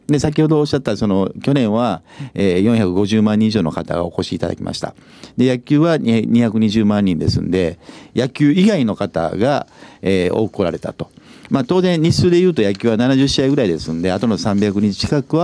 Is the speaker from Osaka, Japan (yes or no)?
yes; Osaka, Japan; moved away as an adult; also born or lived in Tokyo; now in Hokkaido, Japan; 実は僕は大阪出身で、大阪20年、大阪40年ですね。で、東京20年住んだんですけども、今回北海道に初めて住民票を移しましたから、僕。